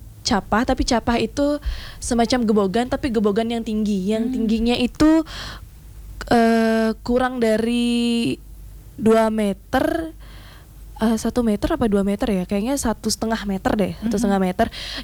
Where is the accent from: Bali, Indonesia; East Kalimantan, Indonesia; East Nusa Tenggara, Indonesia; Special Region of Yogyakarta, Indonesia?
Bali, Indonesia; Buleleng; di desa saya sendiri itu ada tradisi ngelong capah. Jadi ngelong capah ini ada di desa Tamblang